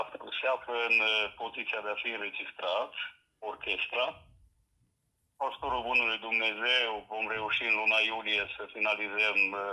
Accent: Zalău, Sălaj County, Romania; also born or lived in Baia Mare / Satu Mare / Carei / Oradea; eu sunt din Țelăoa, născut la Zalău, copilării pe la Baia Mare, Satul Mare, Carei, Oradea, Cluj, Alba.

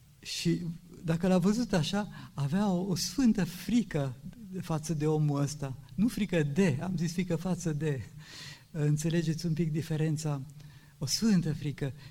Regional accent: Romania; O zic ca un român, nu ca un judecător al românilor.

